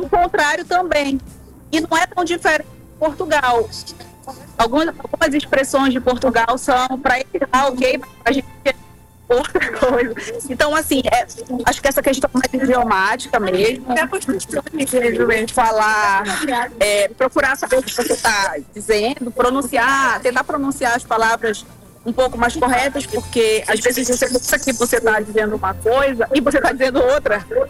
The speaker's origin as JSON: {"language": "Portuguese", "country": "Brazil", "moved": "yes", "lives_now": "Barcelona, Spain", "said": "Embora eu sou brasileira, eu amo meu país, a minha cultura"}